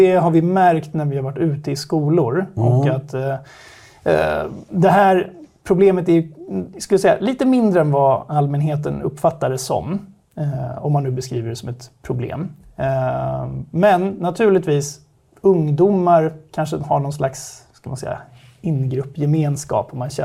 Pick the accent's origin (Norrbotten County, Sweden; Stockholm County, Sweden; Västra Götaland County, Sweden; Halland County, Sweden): Stockholm County, Sweden; Stockholm; Jag kommer från Stockholm. Akademiker bakgrund.